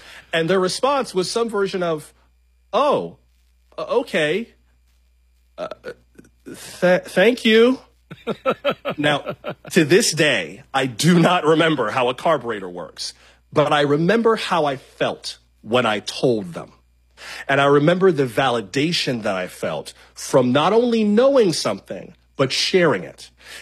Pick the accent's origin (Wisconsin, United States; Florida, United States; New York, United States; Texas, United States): Florida, United States; Yeah, and I grew up in South Florida. I'm from Palm Beach County